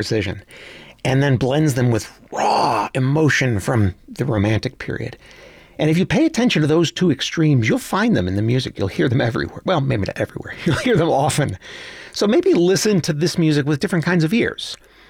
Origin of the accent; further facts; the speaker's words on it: Cleveland, Ohio, United States; Here's the … my hometown band